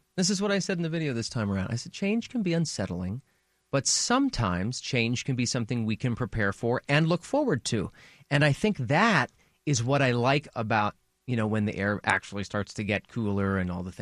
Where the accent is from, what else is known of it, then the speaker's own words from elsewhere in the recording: Canada; as a Canadian